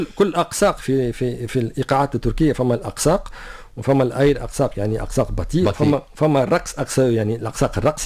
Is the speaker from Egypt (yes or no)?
no; Tunisia; عندنا في تونس